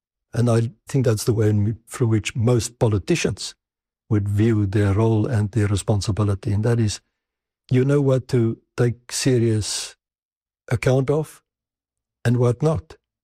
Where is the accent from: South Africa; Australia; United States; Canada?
South Africa; I mean, I'm an Afrikaner from South Africa myself, and I can say that I've never experienced something of that kind.